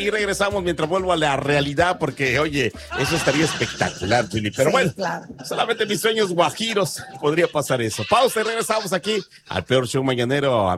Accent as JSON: {"language": "Spanish", "country": "Mexico", "said": "nosotros como mexicanos somos refiesteros."}